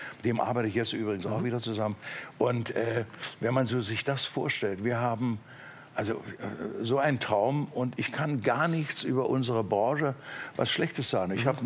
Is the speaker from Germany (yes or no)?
yes; Pforzheim, Baden-Württemberg, Germany; Wir waren so die Platzhirsche bei uns in Pforzheim, so in der Gegend und so weiter.